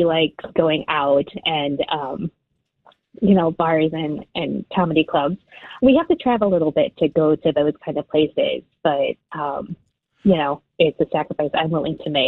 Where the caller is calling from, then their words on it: Darien, Illinois, United States